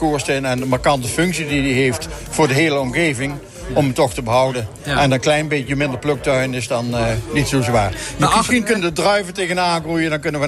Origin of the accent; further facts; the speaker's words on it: Milsbeek, Limburg, Netherlands; Ik ben geboren en getogen in Milsbeek en nooit weg geweest.